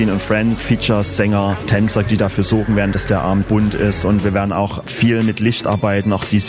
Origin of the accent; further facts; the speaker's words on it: Dresden, Saxony, Germany; Ich bin selber Dresdner und liebe meine Heimat.